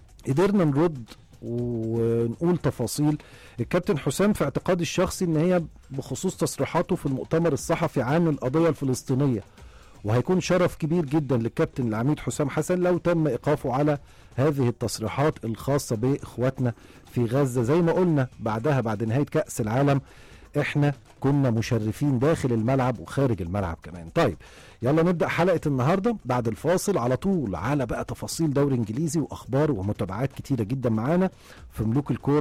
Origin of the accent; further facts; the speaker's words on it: Egypt; احنا كمنتخب مصري